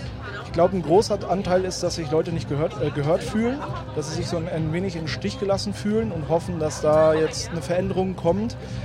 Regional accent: Saxony-Anhalt, Germany; Ich komme aus Heinsleben.

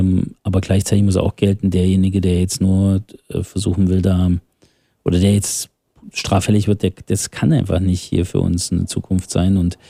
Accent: Thuringia, Germany; Wenn Sie sich angucken, ich komme aus dem Saale-Holstein-Kreis, in Eisenberg war die Erstaufnahmeeinrichtung Thüringens

